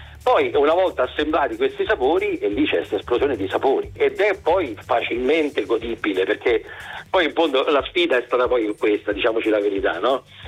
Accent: Anzio, Lazio, Italy; Io vengo da Anzio

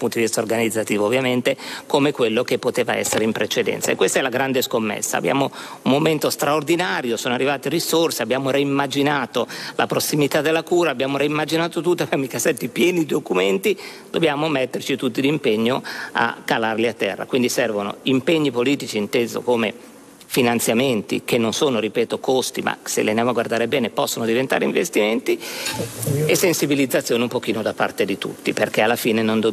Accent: Lombardy, Italy; siamo bravissimi, io vengo dalla Lombardia, io definisco sempre, siamo un prestazionificio eccellente

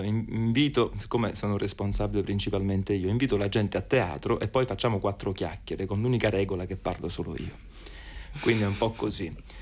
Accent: Naples, Campania, Italy; Noi siamo di Napoli

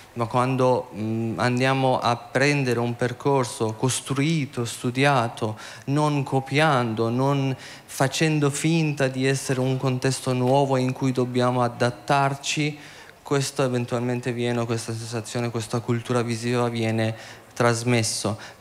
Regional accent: Iran; first language Persian; Italian is a second language; now in Italy; io sono iraniana senza essere saperlo sono iraniano

